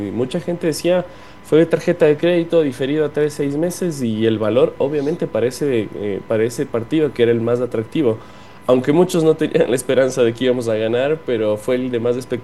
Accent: Ecuador

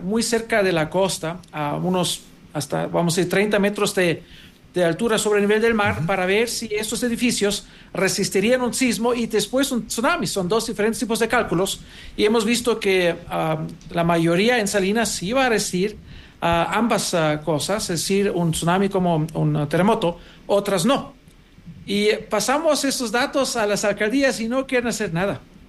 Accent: Greece; also born or lived in Germany; Tenía 14 años, creo, que ocurrió un terremoto en mi ciudad de origen, en Grecia. Estamos allá de vacaciones. Vivíamos en Alemania. También soy migrante.

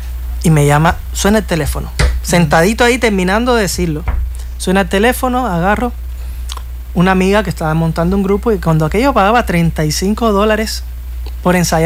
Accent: Cuba; moved away as an adult; now in Mexico; Vine de Cuba como director musical de una cantante muy popular en Cuba, muy popular.

